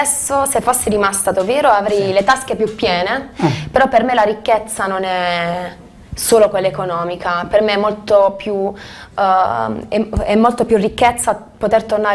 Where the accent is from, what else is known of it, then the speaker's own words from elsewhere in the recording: Crispiano, Apulia, Italy; moved away as an adult; also born or lived in Milan; Neanche a Taranto città, io amo molto il mio paese, lo vivo molto bene